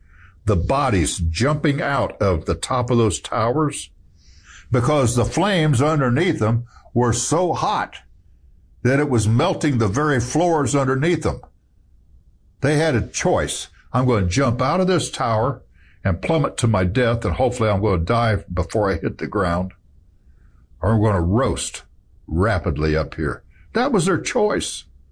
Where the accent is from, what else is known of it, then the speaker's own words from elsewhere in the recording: United States; I'm an American. That's important to me because I'm not just an American, I'm a Christian.